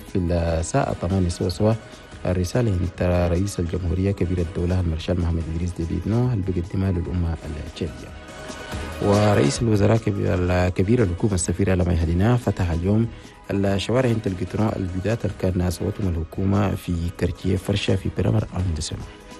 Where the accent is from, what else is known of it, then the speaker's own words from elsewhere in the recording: Chad; هنا بلدنا تشاد